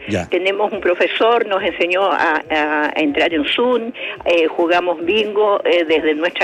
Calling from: Santiago, Santiago Metropolitan Region, Chile; Yo soy de Santiago Centro.

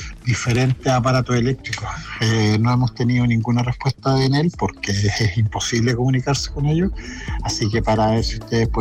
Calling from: Conchalí, Santiago Metropolitan Region, Chile; acá en Conchalí, en el sector de La Palmilla

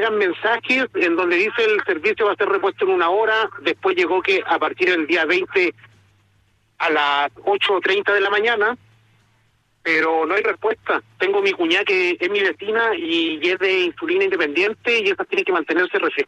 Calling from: Coquimbo, Chile; estoy llamando desde Coquimbo.

